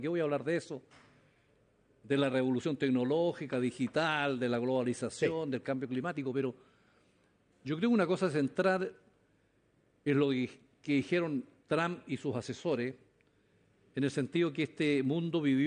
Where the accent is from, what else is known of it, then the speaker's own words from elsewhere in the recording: Chile; en Chile muchas veces hay un cierto orgullo malentendido de pensar que somos grandes, que somos los ingleses de América.